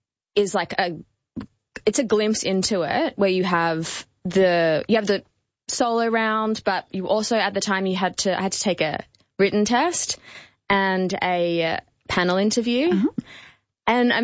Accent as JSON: {"language": "English", "town": "Melbourne", "region": "Victoria", "country": "Australia", "tie": "born or raised there", "moved": "yes", "said": "Growing up in Melbourne, I wasn't a competitive dancer."}